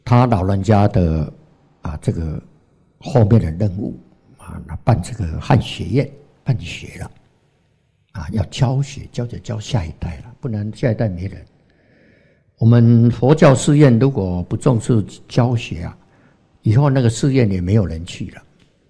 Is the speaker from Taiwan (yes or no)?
yes; Taiwan; accent: Taiwanese; 那个老板娘听到我们是台湾口音的啊，讲台语的就特别亲切呀